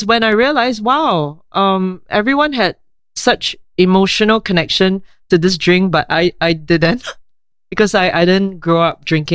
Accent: Singapore; now in Paris, France; I mean, most Singaporeans don't end up in Paris, I would say.

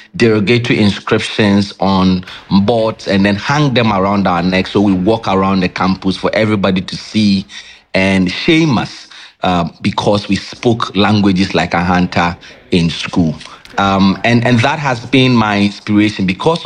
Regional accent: Ghana; Growing up in Ghana, if you went to school, you are asked to speak English and English only.

